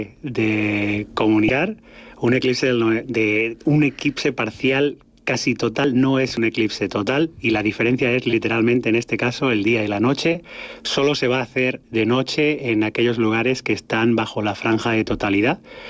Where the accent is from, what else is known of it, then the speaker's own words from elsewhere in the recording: Terrassa, Catalonia, Spain; con mi gente aquí en mi casa, en mi país